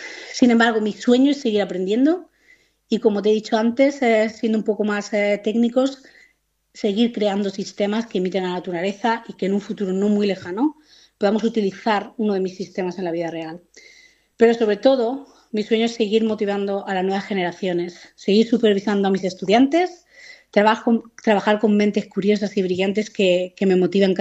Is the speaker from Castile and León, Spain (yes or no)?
no; Guardamar del Segura, Valencian Community, Spain; moved away; Pues Guardamar es mi pueblo querido y precioso